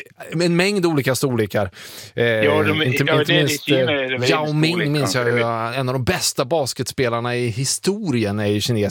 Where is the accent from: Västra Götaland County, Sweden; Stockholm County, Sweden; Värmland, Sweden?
Värmland, Sweden; jag är värmlänning, vet du.